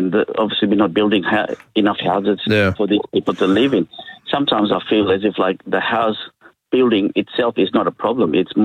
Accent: Australia; also born or lived in Fiji; I'm very proud Australian. So, you know, I support Australia. You know, from the time we came here from Fiji. So, you know, we're definitely very proud Australians.

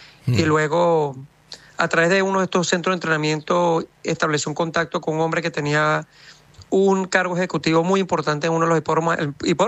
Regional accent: Venezuela; Bueno, mi carrera comenzó en mi tierra natal, Venezuela, cuando yo era muy joven. Yo tenía aproximadamente 13 años de edad

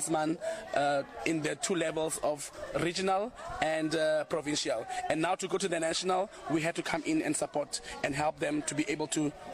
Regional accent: Northern Cape, South Africa; We are from the Noordkaap. We are Kung. We are Kwe.

